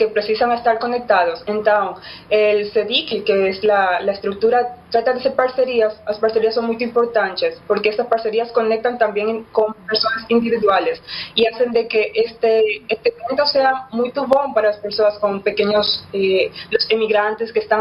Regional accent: Colombia; Portuguese is a second language; now in Brazil; meu país é colombiano

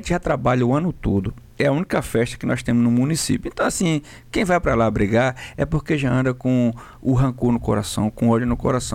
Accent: Brazil; sou torcedor do Brasil, sou brasileiro

